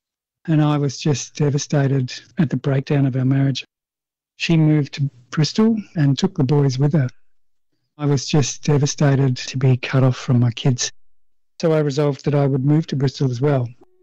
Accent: Wagin, Western Australia, Australia; also born or lived in London; now in United Kingdom; I'm a Wadjala from Wagin in Western Australia, UK prison number A1309CG.

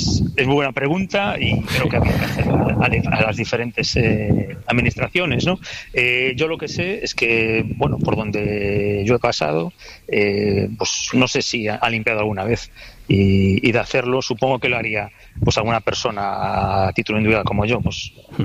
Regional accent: Galicia, Spain; Yo, los cursos fluviales en unos ríos gallegos, bueno

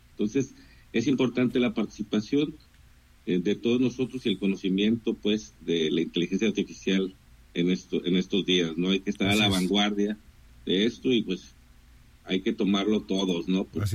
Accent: Colima, Mexico; somos personas que hemos vivido por toda la vida y la mayoría nacimos aquí en Colima y conocemos nuestro entorno, nuestro territorio

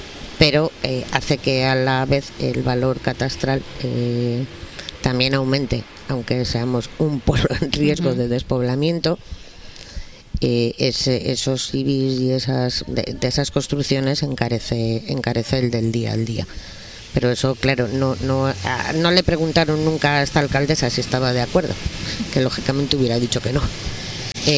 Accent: Terán, Cantabria, Spain

